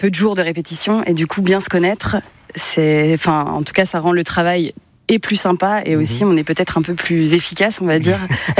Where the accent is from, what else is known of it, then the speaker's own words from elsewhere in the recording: Pays de la Loire, France; Moi, je viens de Vendée.